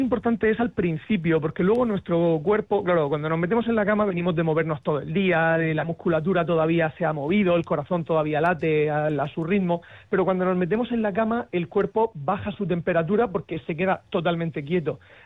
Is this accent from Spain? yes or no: yes; Murcia, Region of Murcia, Spain; Pero claro, yo soy de Murcia, aquí la cosa es tremenda, ¿no?